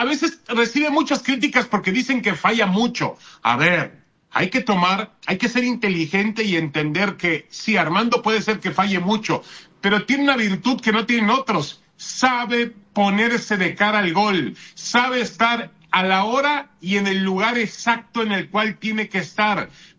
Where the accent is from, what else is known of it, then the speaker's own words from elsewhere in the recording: Newport Beach, California, United States; En Santana es Newport Beach, ¿no, va? No, porque no, yo ahí vivía. Ahí era, yo soy nativo de ahí. Newport Beach.